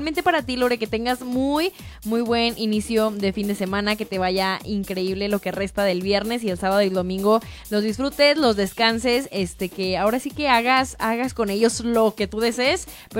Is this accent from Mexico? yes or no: yes; Mexico; somos mexas, somos mexicanos